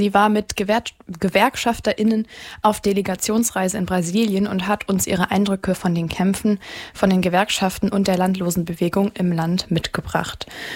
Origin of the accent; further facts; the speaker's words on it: North Rhine-Westphalia, Germany; moved away; ich bin auch aus NRW